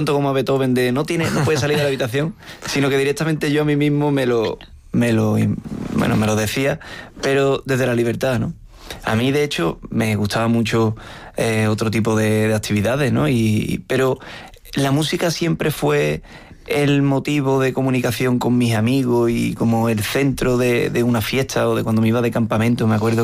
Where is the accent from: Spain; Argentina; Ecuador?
Spain; Utrera, Andalusia; Yo no me voy a imaginar que en Los Ángeles, Las Vegas, va a salir nominado este disco dedicado a mi tierra.